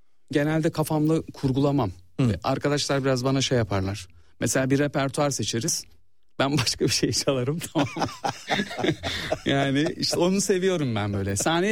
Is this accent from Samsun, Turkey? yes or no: no; Sivas, Turkey; benim Sivas'ta benim köyümde bağlama çalıyorum